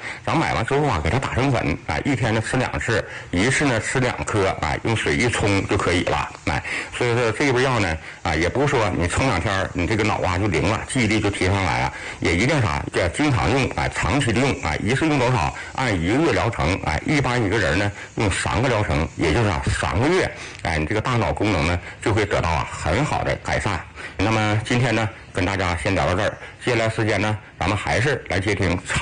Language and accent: Chinese; Northeast China, China; 咱们东北人